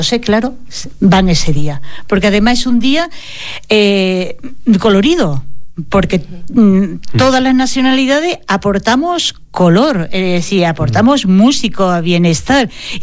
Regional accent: Seville, Andalusia, Spain; yo que soy de Sevilla

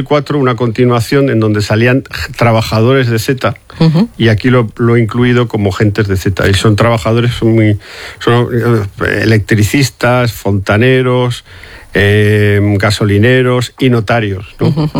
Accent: Barbastro, Aragon, Spain; moved away; yo soy aragonés, nacido en la provincia de Huesca, en Barbastro.

